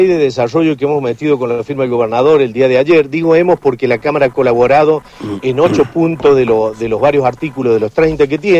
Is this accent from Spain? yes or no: no; San Juan, Argentina; por lo cual, el dueño de los recursos somos sanjuaninos.